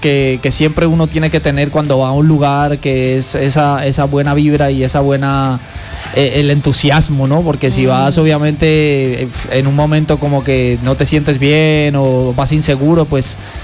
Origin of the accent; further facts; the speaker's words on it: Toledo, Castilla-La Mancha, Spain; De Toledo, España. Toledo.